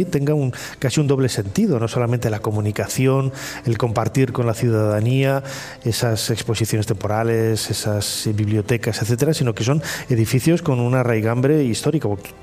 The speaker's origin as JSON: {"language": "Spanish", "town": "León", "region": "Castile and León", "country": "Spain", "tie": "born there", "also_born_or_lived": "Valladolid", "said": "yo nací en León, viví en Valladolid"}